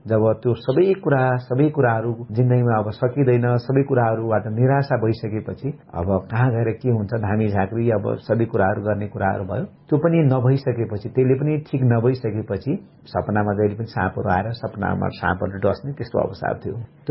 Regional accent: Birendranagar, Karnali Province, Nepal; now in Kathmandu, Nepal; मेरो खास, मेरो ओरिजन सुर्खेत जिल्ला वीरेन्द्रनगर नगरपालिका वार्ड नम्बर 10 पर्छ। मेरो बाल्यकाल त्यहीँ सुर्खेतमै बित्यो र पढाइको सिलसिलामा अनि म काठमाडौँतिर आएँ।

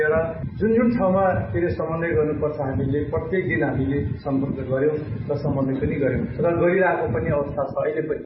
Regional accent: Manikapur, Sudurpashchim Province, Nepal; हाम्रो ward number 5 र त्यसमध्ये पनि मेरो आफ्नै गाउँ मणिकापुर गाउँका

